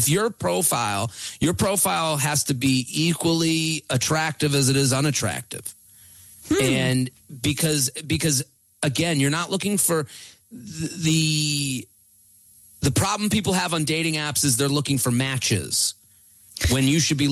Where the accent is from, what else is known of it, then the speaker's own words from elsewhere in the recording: Needham, Massachusetts, United States; It's so cool to be on NPR. I'm from Needham. So it's like cool to hear like all the, you know, 617 numbers and BU and all that stuff.